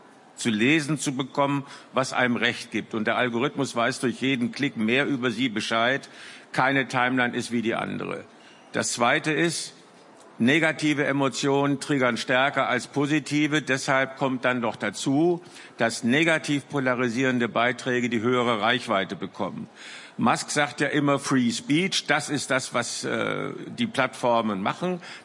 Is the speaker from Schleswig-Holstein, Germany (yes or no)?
no; Münster, North Rhine-Westphalia, Germany; Jetzt komme ich aus Münster und in Westfalen sagt man, nichts gesagt ist gelobt genug.